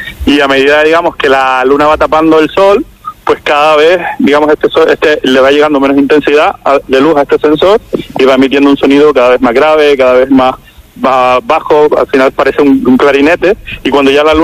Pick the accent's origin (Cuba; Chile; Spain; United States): Spain; Canary Islands; en Canarias, de donde soy yo.